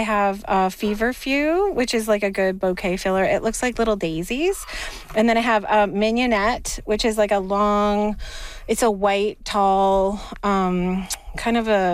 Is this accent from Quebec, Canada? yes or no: no; Whitehorse, Yukon, Canada; now in Dawson, Canada; So I moved to, I grew up in Whitehorse, and we moved to Dawson 4 years ago